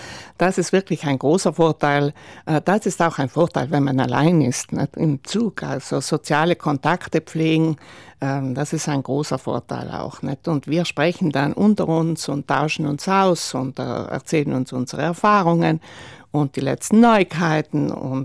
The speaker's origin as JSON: {"language": "German", "town": "Barbian", "region": "Trentino-Alto Adige", "country": "Italy", "said": "Also ich bin aus Barbian"}